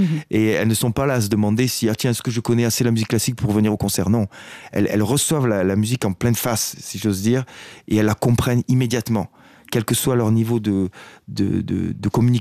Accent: Occitanie, France; moi je suis des Hautes-Pyrénées, donc c'est un endroit où, voilà, c'est l'endroit où je suis né et où j'habite encore aujourd'hui d'ailleurs

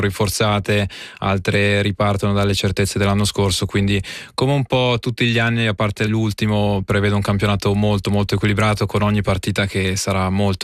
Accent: Ticino, Switzerland; dalla nostra parte come ticinesi

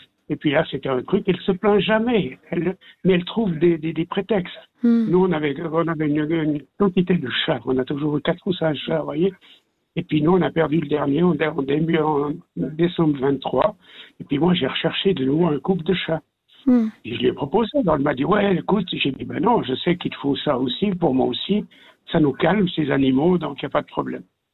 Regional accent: Switzerland; moved away as an adult; now in Lausanne region, Switzerland; moi, je suis né sur la frontière française. Mon père était fonctionnaire aux douanes

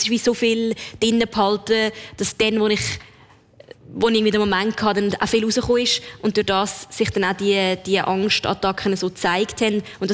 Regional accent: Lucerne, Switzerland; moved away as an adult; now in Zurich, Switzerland; Also ich bin dann von Luzern auf Zürich gezogen und das erste Mal wieder etwas Eigenes.

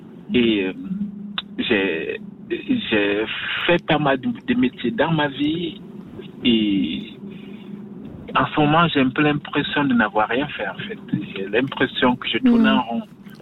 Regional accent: Cameroon; Je suis un Camerounais d'origine. Et dans mon enfance, on n'a pas toujours eu ce qu'on veut.

